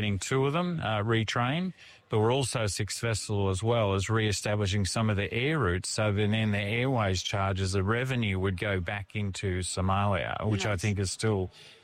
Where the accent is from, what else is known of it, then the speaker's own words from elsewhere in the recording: Ballarat, Victoria, Australia; born there; now in Toowoomba, Australia; Well, I've lived in many parts of Australia, but my birthplace is Ballarat in Victoria.